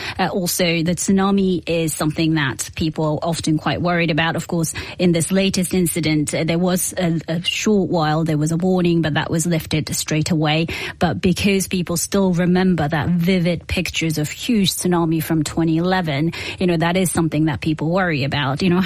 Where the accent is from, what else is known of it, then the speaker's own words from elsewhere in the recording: Japan; I remember growing up in Japan, even as a kid, you know, you get warned about a potential big one happening